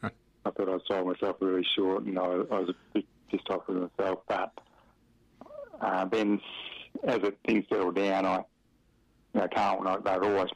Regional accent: Claremont, Australia; I come from Claremont, I'm pretty used to this sort of socialisation.

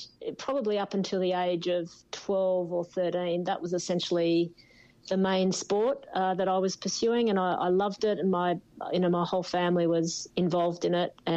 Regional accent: Newcastle, New South Wales, Australia; growing up in Newcastle

